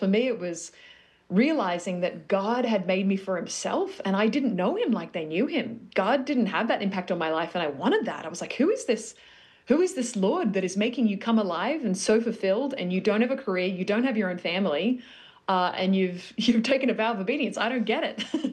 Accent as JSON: {"language": "English", "town": "Sydney", "region": "New South Wales", "country": "Australia", "tie": "born or raised there", "moved": "as an adult", "lives_now": "Brooklyn, United States", "said": "I'm not from Brooklyn, but I'm working on my accent, which is clearly failing. I'm originally born Sydney, Australia"}